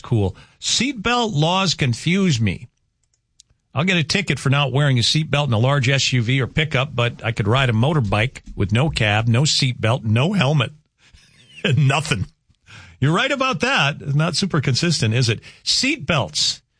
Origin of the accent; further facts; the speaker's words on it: Rugby, North Dakota, United States; So Highway 2 and 3 intersects in Rugby Town, my hometown, and they've got an image there of the Cornerstone and the restaurant that we used to own and manage and run back in the 80s.